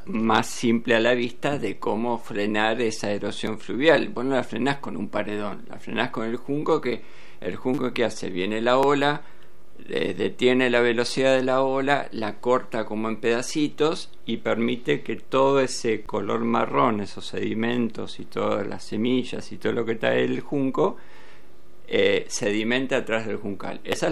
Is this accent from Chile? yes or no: no; Berisso, Buenos Aires Province, Argentina; also born or lived in Punta Lara; Yo me crié también, yo soy de Berisso, pero me crié toda la vida.